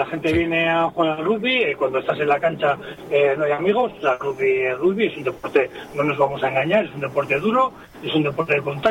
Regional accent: Santoña, Cantabria, Spain; yo soy de Santoña

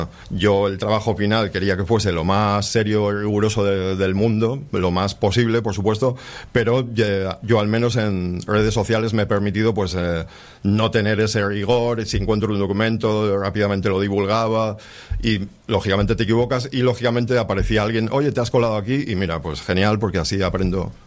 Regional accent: Santoña, Cantabria, Spain; ha cambiado el viento en mi pueblo

